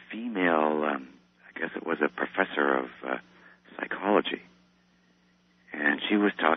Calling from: west coast of Canada, Canada; I'm on the west coast of Canada.

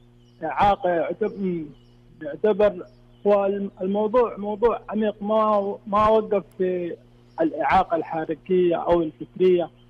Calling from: Mecca, Makkah Province, Saudi Arabia

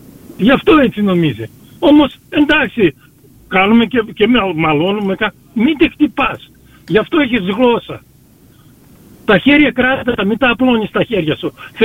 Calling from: Australia

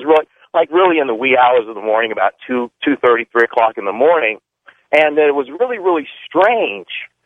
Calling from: Phoenix, Arizona, United States; I'm calling you from Phoenix, Arizona.

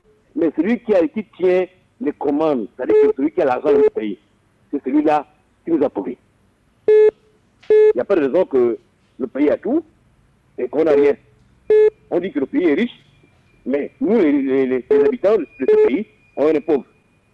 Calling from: Gabon

